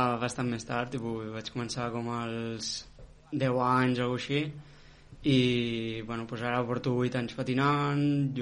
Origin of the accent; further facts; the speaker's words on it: Olèrdola, Catalonia, Spain; vam fer una entrevista al meu poble, a Olèrdola també